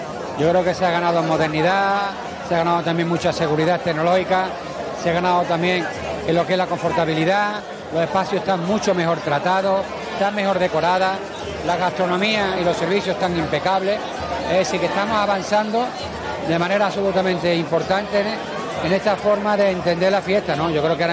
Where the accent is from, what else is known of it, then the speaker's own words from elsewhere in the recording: Córdoba, Andalusia, Spain; Los cordobeses tenemos nuestro sitio, nuestro desparpajo y nuestro arte